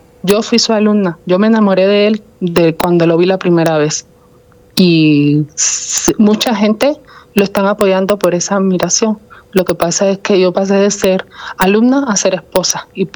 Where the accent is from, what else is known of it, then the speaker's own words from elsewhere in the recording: Cuba; moved away; Yo soy de origen cubano.